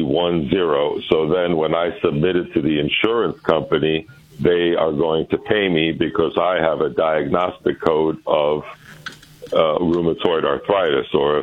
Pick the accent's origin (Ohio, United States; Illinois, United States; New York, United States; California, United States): New York, United States; Brooklyn; You know, I grew up in Brooklyn in a three-story house. Grandma was on the second floor. Aunt was on the third floor.